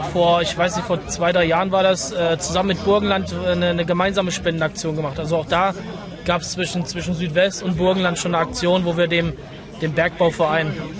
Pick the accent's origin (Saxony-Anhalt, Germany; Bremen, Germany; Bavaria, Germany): Saxony-Anhalt, Germany; Halle; now in Mannheim/Ludwigshafen area, Germany; ich bin gebürtiger Hallenser, aber seit 1997 drüben lebend